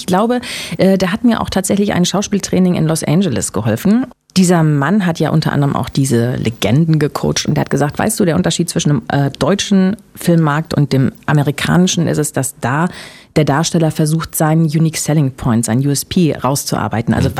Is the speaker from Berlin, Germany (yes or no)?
yes; Berlin, Germany; Ja, ich bin ja Berliner.